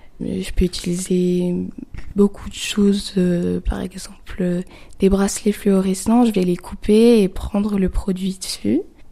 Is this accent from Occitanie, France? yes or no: yes; Montpellier, Occitanie, France; je suis née à Montpellier et j'ai vécu toute ma vie à Montpellier.